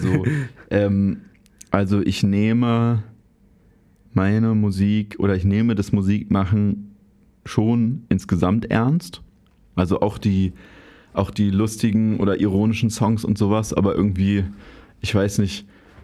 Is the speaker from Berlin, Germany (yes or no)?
yes; Berlin, Germany; also ich bin ja da so im Tiergarten aufgewachsen